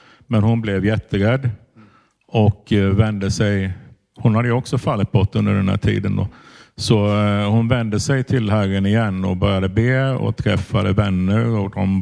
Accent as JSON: {"language": "Swedish", "town": "Huskvarna", "region": "Jönköping County", "country": "Sweden", "said": "då och jag kommer från Huskvarna, inte Jönköping. Viktigt."}